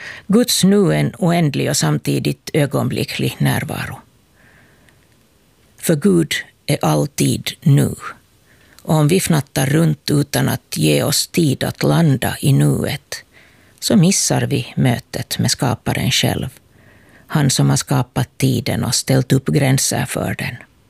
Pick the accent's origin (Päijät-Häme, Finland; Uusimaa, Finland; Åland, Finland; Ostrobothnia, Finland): Uusimaa, Finland; Kauniainen; Jag kommer från Grankulla och är din talare i aftonandakten ikväll.